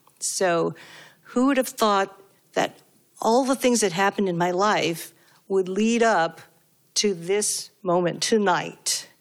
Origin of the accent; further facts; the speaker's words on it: Hawaii, United States; I think I got a break because I was from Hawaii, frankly.